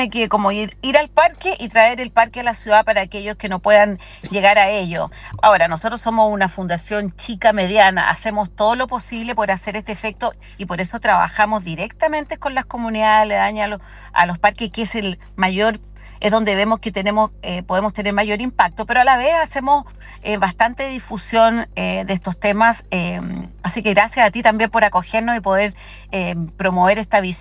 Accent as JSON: {"language": "Spanish", "country": "Chile", "said": "nosotros mismos como chilenos"}